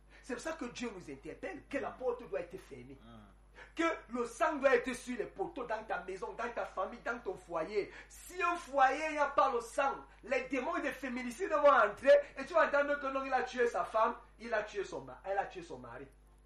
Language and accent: French; Cameroon; Quand on regarde la société aujourd'hui et que je suis Camerounais, j'ai mal.